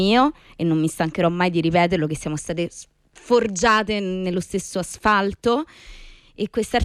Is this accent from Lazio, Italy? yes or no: yes; Rome, Lazio, Italy; e io sono di Dure Vecchia, quindi capito